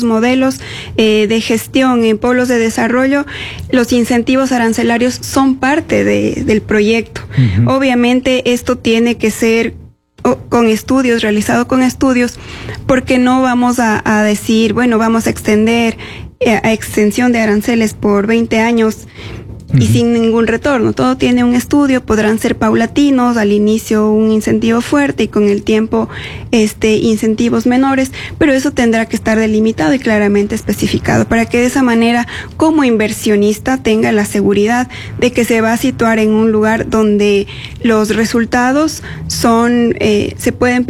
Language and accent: Spanish; Carchi, Ecuador; de donde yo vengo, el Cantón Montúfar